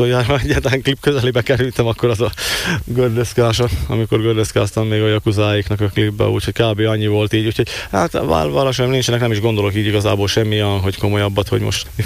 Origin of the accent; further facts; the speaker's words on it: Komárom, Komárom-Esztergom, Hungary; Innen, Komáromból.